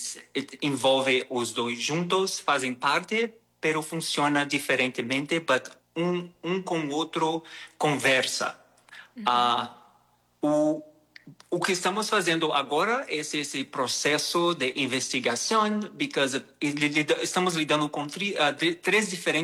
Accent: Brazil; Spanish is a second language; Soy brasileño. Crecí asistiendo a telenovelas, telenovelas brasileñas, telenovelas mexicanas.

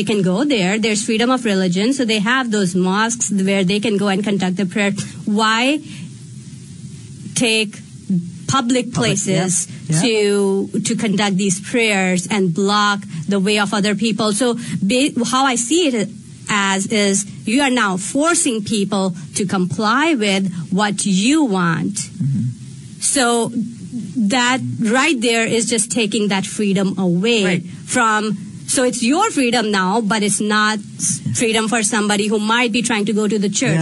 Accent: Pakistan; It's common in Pakistan. Again, sometimes when you led the culture. So I grew up in Islamic Republic on Pakistan.

